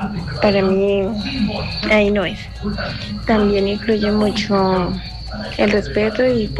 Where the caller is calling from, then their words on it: Bucaramanga, Santander, Colombia; Desde el Alfonso López